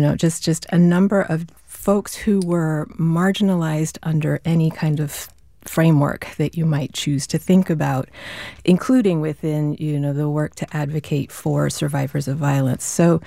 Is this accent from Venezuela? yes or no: yes; Venezuela; Well, I wasn't raised in the U.S. I grew up in Venezuela.